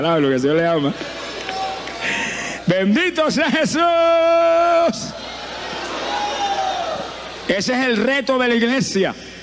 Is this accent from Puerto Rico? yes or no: yes; Camuy, Puerto Rico; Yo viví 35 años perdido en mi pueblo de Camuy.